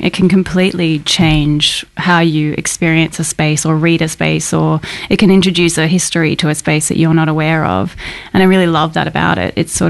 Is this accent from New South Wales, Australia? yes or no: no; Brisbane, Queensland, Australia; moved away; I'm actually from Brisbane as well.